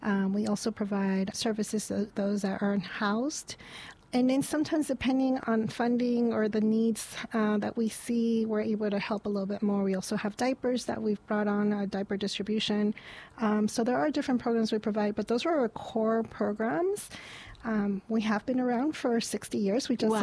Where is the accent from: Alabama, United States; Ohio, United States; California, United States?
California, United States; Oxnard; also born or lived in San Fernando Valley; I'm originally from Oxnard, left for the San Fernando Valley to go to school and started working out there. And when things changed, I came back home.